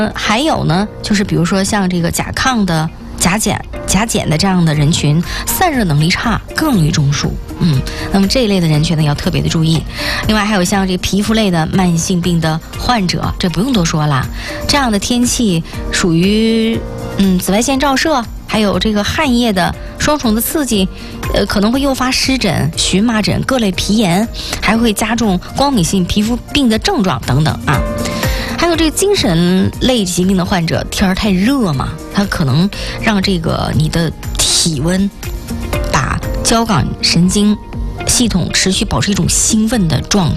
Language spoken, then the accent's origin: Chinese; Northeast China, China; accent: Northeastern; 这咱们东北话讲